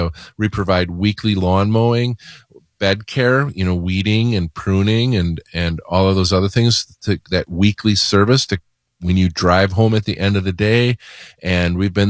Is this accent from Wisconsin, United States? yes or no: yes; Mukwonago, Wisconsin, United States; I grew up in Mequonago, and we're the Mequonago Indians